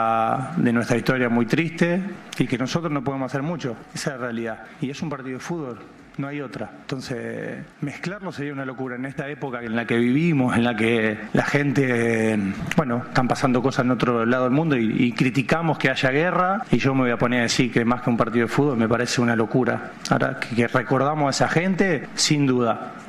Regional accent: Argentina; Ahora que nosotros como argentinos tengamos memoria a esa gente que fue ahí

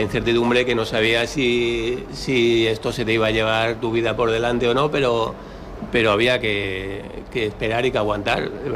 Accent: Guadalajara, Castilla-La Mancha, Spain; nosotros somos de Guadalajara

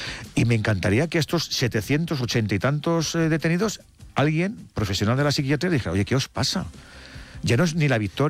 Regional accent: Asturias, Spain; como asturiano, que Fernando Alonso cuando despuntó no le gustaba.

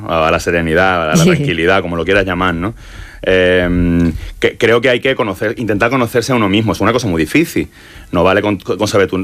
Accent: Málaga, Andalusia, Spain; Y además que en Conil, que es Andalucía, es el sur, ¿no? Que yo soy de Málaga, ¿no?

